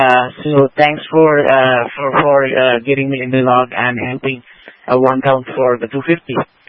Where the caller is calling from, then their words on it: Marion, Iowa, United States; I'm from Marion, Iowa, the state of Iowa